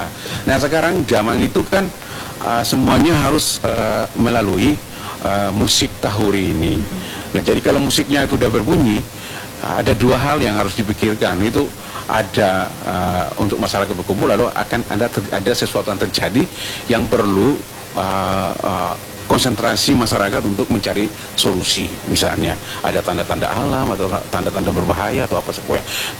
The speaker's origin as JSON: {"language": "Indonesian", "town": "Ambon", "region": "Maluku", "country": "Indonesia", "said": "kita orang Ambon"}